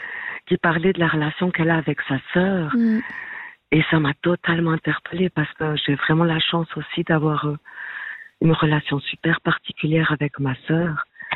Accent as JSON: {"language": "French", "region": "Valais", "country": "Switzerland", "accent": "Valais", "said": "j'appelle du Valais. Peut-être que ça s'entend un peu à l'accent."}